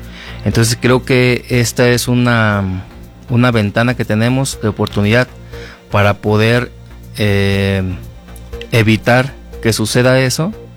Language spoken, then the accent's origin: Spanish; Mexico